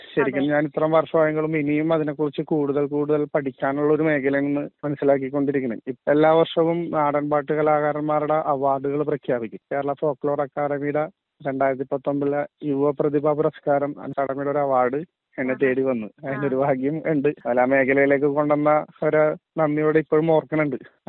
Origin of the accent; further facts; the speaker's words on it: Mulavukad, Kerala, India; മുളവുകാട് ഒരു ഗ്രാമത്തിൽ ജനിച്ചു വളർന്നാണ്.